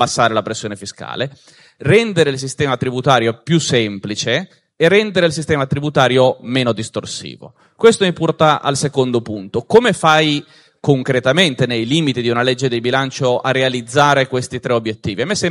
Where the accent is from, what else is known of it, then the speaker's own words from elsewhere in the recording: Genoa, Liguria, Italy; Io sono genovese, dalle mie parti si dice che la salute senza i soldi è una mezza malattia.